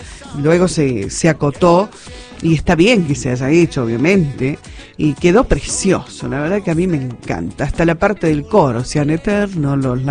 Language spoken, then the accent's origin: Spanish; Argentina; somos argentinos